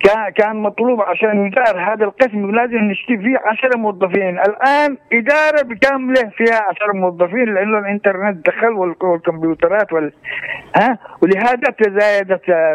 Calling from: Yemen; هذا بالنسبة عندنا في اليمن.

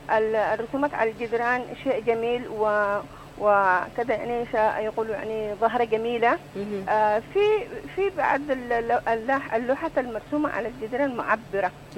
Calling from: Aden, Yemen

